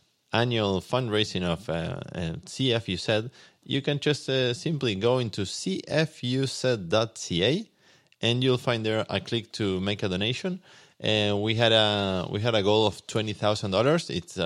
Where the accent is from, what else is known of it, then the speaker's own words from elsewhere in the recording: Argentina; now in Penticton, Canada; that was mostly through Argentina, my home country